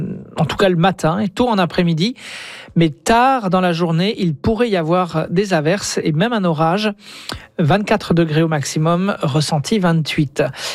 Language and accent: French; France; now in Prince Edward Island, Canada; je dis ça en tant que français